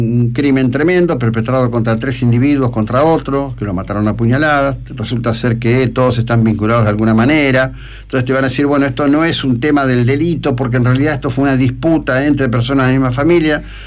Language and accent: Spanish; Mar del Plata, Buenos Aires Province, Argentina; vivimos en Mar del Plata, somos de Mar del Plata